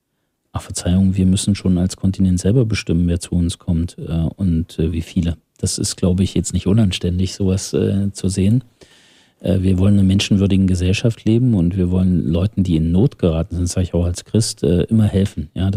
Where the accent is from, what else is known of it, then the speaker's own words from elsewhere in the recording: Thuringia, Germany; Wenn Sie sich angucken, ich komme aus dem Saale-Holstein-Kreis, in Eisenberg war die Erstaufnahmeeinrichtung Thüringens